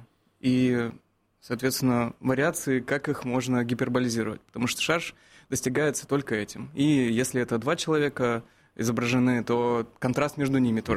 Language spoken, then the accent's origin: Russian; Krasnoyarsk, Krasnoyarsk Krai, Russia; moved away; Я выходец из Красноярска